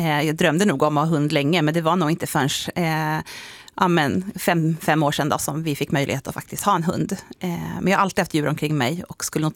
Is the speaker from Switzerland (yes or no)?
no; Nacka, Stockholm County, Sweden; moved away; Utifrån Nacka Värmdö där jag kommer ifrån i Stockholm.